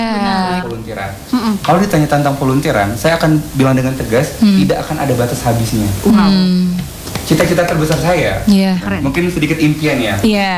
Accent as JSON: {"language": "Indonesian", "region": "Sumatra", "country": "Indonesia", "moved": "yes", "said": "saya kan dari Sumatera, tiba-tiba saya ke Jawa"}